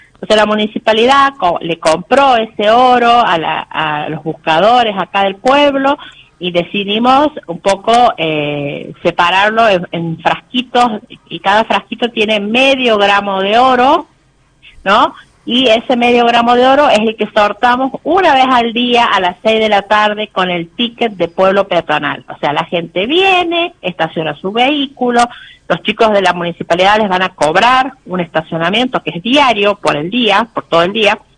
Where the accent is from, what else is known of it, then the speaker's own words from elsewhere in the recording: La Carolina, San Luis, Argentina; Yo soy de acá de Carolina, yo vivo en Carolina, trabajo en Carolina, mis hijos viven acá